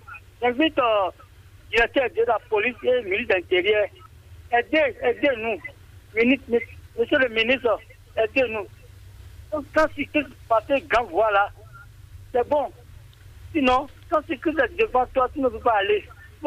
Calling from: Cotonou, Littoral, Benin; je vous appelle d'Akwakwa.

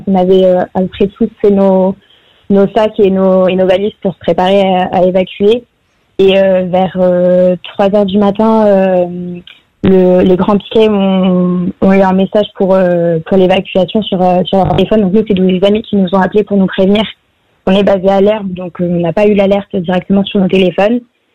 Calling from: Bordeaux, Nouvelle-Aquitaine, France; Là, je suis rentrée chez mes parents à Bordeaux

